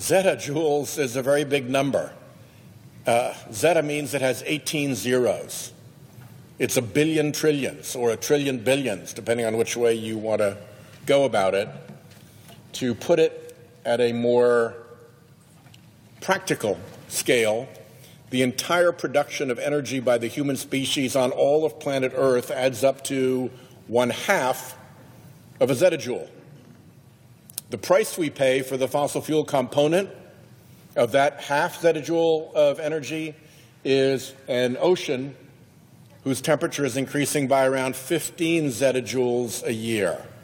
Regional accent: Rhode Island, United States; But my home state of Rhode Island and my colleague Senator Markey's home state of Massachusetts will share that unfortunate experience.

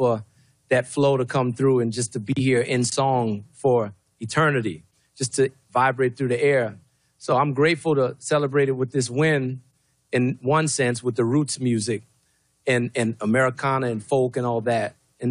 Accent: Louisiana, United States; I'm from Louisiana. You know, my grandfather, he grew up in Creole Cajun country.

